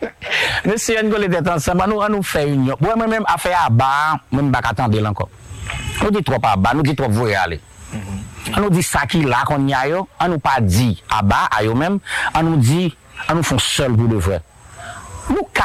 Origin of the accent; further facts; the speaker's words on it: Haiti; Parce que nous sommes tous des Haïtiens.